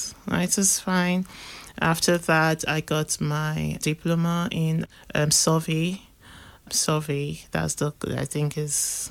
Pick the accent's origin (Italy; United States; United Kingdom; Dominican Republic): Italy; Rome, Lazio; English is a second language; I grew up in Roma, and then we visited Firenze, Milano, other cities.